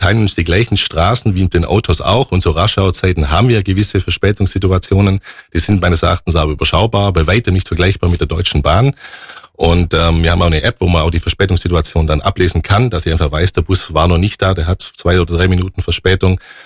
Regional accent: Baden-Württemberg, Germany; born there; Ich bin gebürtiger Oberschwabe, war auf Finanzamt Ravensburg, habe dort studiert

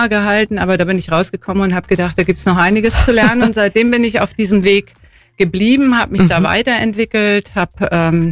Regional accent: Northern Germany, Germany; moved away as an adult; now in Waltenhofen, Germany; ich bin ja keine Allgäuerin. Man hört es mir an der Zunge meistens noch an. Ich komme aus dem Norden und bin hier im Allgäu angekommen im Rahmen meiner Ausbildung. Ich habe hier Betriebswirtschaft studiert.

